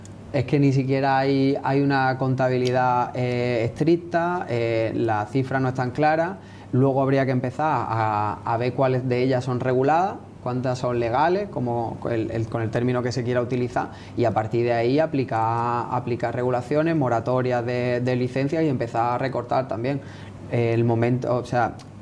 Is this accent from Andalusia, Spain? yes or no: yes; Conil de la Frontera, Andalusia, Spain; yo soy de Coni, mi padre es de Coni, mis padres viven ahí